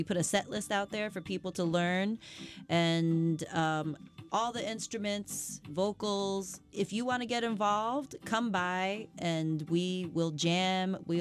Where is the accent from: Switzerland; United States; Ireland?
United States; Ithaca, New York; born there; the infamous, famous, beautiful Wednesdays that I grew up with here in Ithaca.